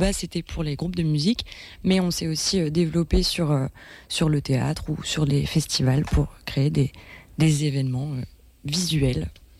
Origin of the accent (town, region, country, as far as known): Blairville, Hauts-de-France, France